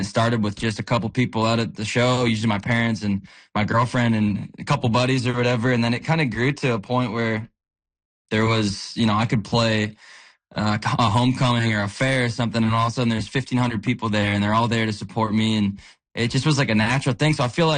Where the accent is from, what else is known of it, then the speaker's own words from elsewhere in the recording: Mildmay, Ontario, Canada; So I grew up in Mild May, Ontario. It's a town of 1,000 people, and country music was basically the soundtrack to my youth.